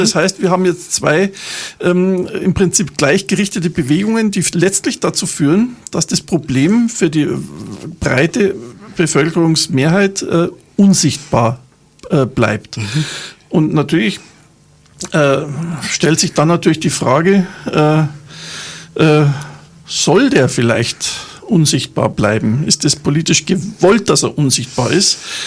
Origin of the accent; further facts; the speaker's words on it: Bavaria, Germany; ich als geborener, gebürtiger Bayer